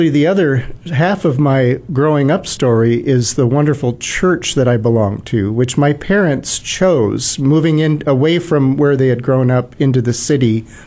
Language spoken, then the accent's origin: English; Minnesota, United States; Yeah, and they actually, you know … Okay, so I'm from Minnesota.